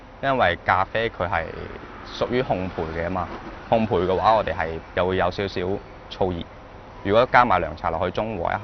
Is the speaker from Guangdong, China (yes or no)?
yes; Guangdong, China; 我们广东人